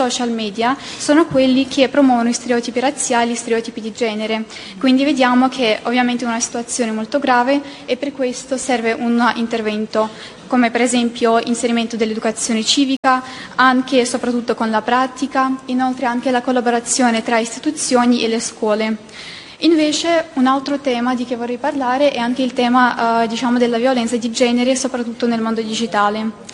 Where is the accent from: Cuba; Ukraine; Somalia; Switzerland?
Ukraine; Italian is a second language; now in Naples, Italy; ho 19 anni e sono ucraina, vivo in Italia ormai da 4 anni e per il momento abito a Napoli